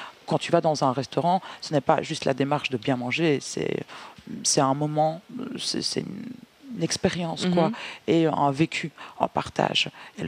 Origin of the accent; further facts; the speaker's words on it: Liège, Wallonia, Belgium; Et j'avais envie de partager ça ici à Liège, parce que au final, j'ai grandi à Liège, ça fait 24 ans que je suis ici.